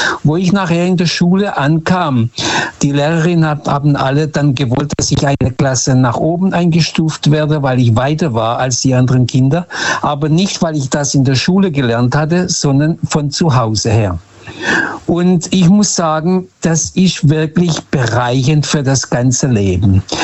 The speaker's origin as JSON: {"language": "German", "region": "Lisbon", "country": "Portugal"}